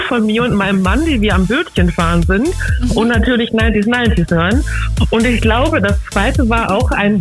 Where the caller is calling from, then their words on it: Warburg, North Rhine-Westphalia, Germany; Ich komme aus Warburg, das ist bei Paderborn.